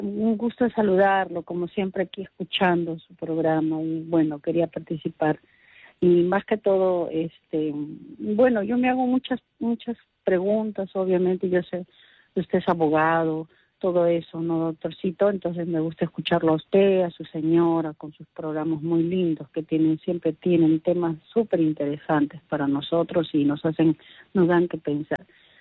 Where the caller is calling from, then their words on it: Peruvian coast, Peru; Yo no soy andina, soy de la costa